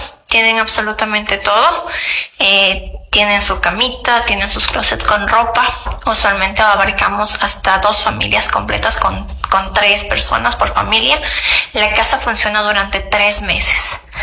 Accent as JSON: {"language": "Spanish", "country": "Ecuador"}